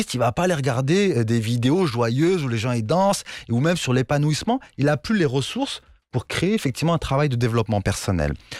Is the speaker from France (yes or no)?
no; Morocco; je suis marocain, un maghrébi